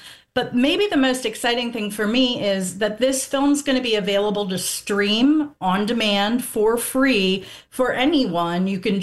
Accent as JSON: {"language": "English", "region": "Maryland", "country": "United States", "lives_now": "Western Maryland, United States", "said": "I am not originally from Allegheny County. I am from Maryland. But when I moved to Western Maryland, I knew very little about it."}